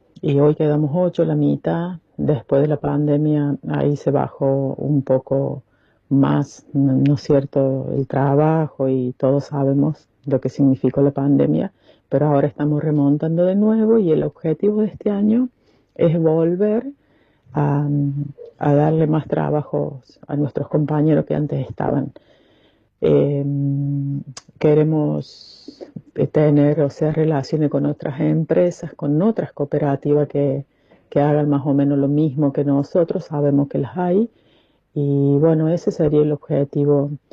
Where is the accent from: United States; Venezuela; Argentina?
Argentina